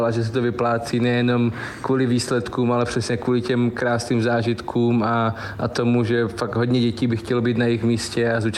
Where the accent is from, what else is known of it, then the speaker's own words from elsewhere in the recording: Zlín Region, Czechia; jsem mohl nést vlajku ještě za Zlínský kraj, jsem hrdý na to, odkud pocházím